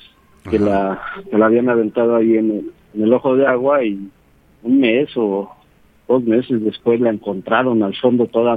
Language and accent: Spanish; San Martín Texmelucan, Puebla, Mexico; el sí, pero Moral, es ¿no? que la colonia del Moral.